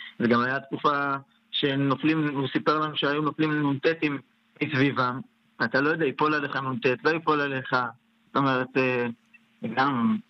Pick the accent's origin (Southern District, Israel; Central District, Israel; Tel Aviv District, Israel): Southern District, Israel; Ashdod; אנחנו מאשדוד.